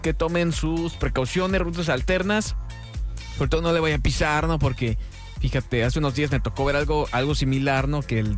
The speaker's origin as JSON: {"language": "Spanish", "town": "Culiacán", "region": "Sinaloa", "country": "Mexico", "tie": "born or raised there", "said": "porque yo vivía en Culiacán. Cuando estaba pequeña salíamos de la primaria y nos íbamos derechito al río porque hacía muchísimo calor."}